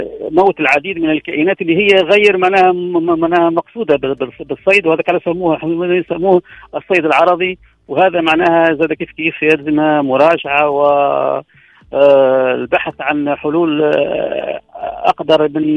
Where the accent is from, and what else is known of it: Djerba, Medenine, Tunisia